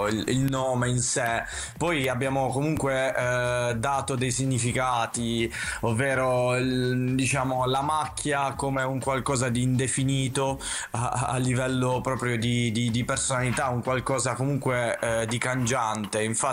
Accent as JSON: {"language": "Italian", "town": "Capurso", "region": "Apulia", "country": "Italy", "said": "vicino a Bari, di Capurso."}